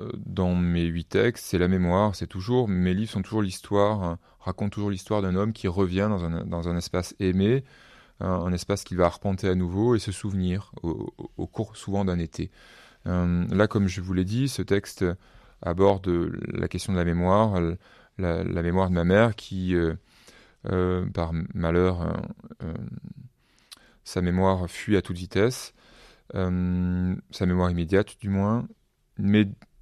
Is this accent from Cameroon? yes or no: no; Avignon, Provence-Alpes-Côte d'Azur, France; born there